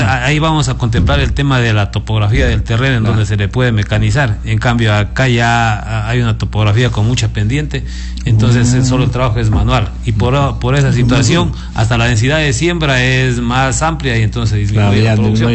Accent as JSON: {"language": "Spanish", "town": "Cariamanga", "region": "Loja", "country": "Ecuador", "said": "Somos del sur del país, de un cantón, Calvas, una tierra bonita."}